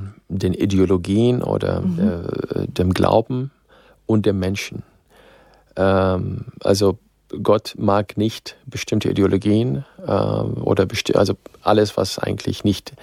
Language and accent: German; Syria; now in Germany; Also ich bin in Syrien geboren, aufgewachsen, ich habe armenische Vorfahren, also ich habe den Zugang zur arabischen Welt, zur islamischen Welt, zur armenischen Welt, bin nach Deutschland gekommen.